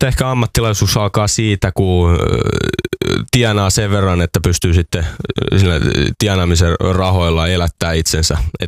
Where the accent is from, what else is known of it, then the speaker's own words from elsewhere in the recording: Porvoo, Uusimaa, Finland; mä tuun Porvoosta, siis mä oon Porvoosta